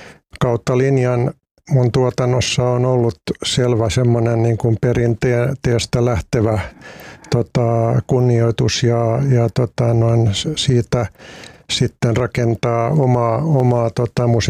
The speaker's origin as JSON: {"language": "Finnish", "town": "Helsinki", "region": "Uusimaa", "country": "Finland", "tie": "born there", "said": "Joo, no itse synnyin vuonna 1956 Helsingissä"}